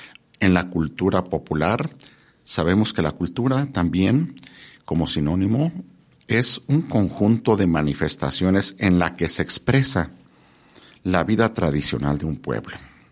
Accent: Mexico

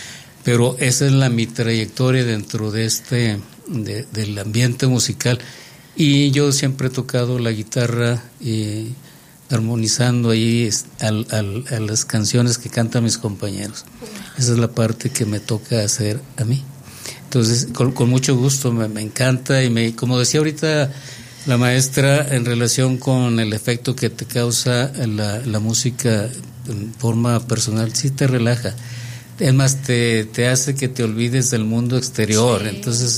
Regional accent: Gómez Palacio, Durango, Mexico; moved away as an adult; now in Durango, Mexico

